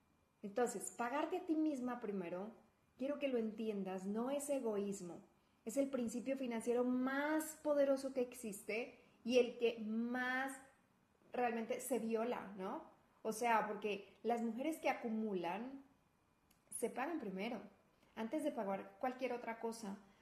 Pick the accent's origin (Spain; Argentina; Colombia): Colombia; now in Guadalajara, Mexico; soy colombiana viviendo en Guadalajara, México.